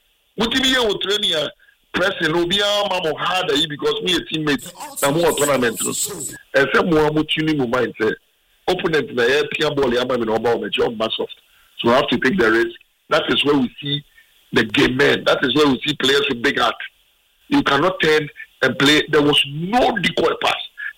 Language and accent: English; Ghana; And as a coach, as a Ghanaian.